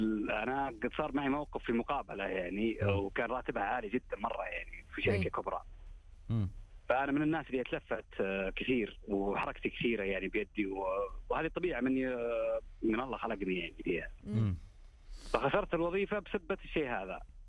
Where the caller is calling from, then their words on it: Riyadh, Riyadh Province, Saudi Arabia; من الرياض